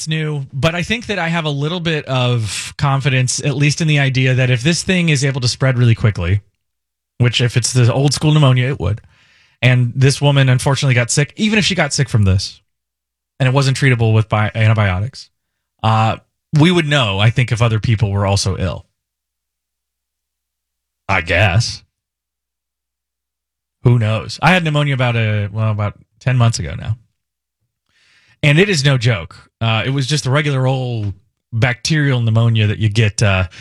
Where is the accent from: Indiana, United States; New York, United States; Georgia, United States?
Indiana, United States; Indianapolis; moved away; my hometown of Indianapolis